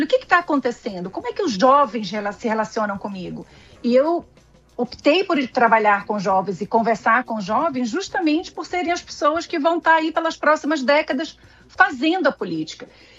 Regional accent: Brazil; nos atinge enquanto brasileiros

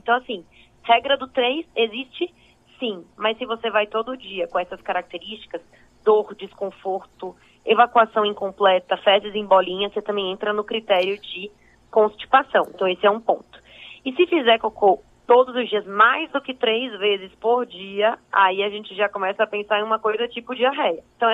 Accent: Rio Grande do Sul, Brazil; moved away as an adult; now in Bahia, Brazil; Eu sou do Rio Grande do Sul, mas fiz faculdade aqui na UFBA, na Federal da Bahia

